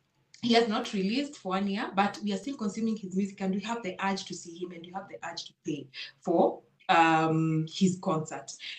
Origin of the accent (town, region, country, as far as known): Kenya